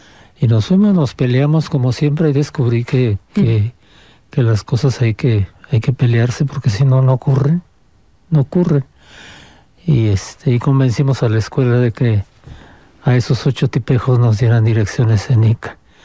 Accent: Michoacán, Mexico; Yo soy michoacano y entonces soy de un pueblo muy pequeño, de una comunidad muy pequeña

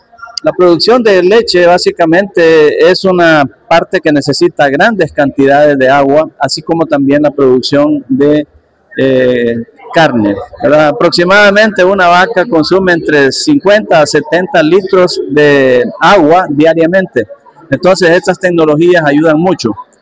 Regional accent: Copán, Honduras; now in Costa Rica; soy el director general del CATIE, con sede en Turrialba, Costa Rica, pero soy nacido en Copán, soy copaneco.

